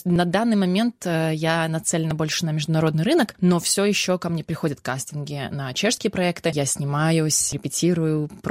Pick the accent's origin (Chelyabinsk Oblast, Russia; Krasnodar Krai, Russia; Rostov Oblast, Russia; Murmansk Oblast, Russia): Chelyabinsk Oblast, Russia; Magnitogorsk; now in Czech Republic; Я с детства играла в театре оперы и балета в Магнитогорске, откуда я родом.